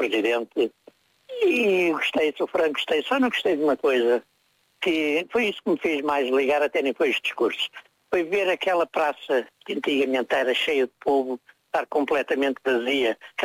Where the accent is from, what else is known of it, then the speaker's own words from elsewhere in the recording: Estoril, Lisbon, Portugal; Eu sou natural do Estoril, vou muito a Lisboa, gosto muito de Lisboa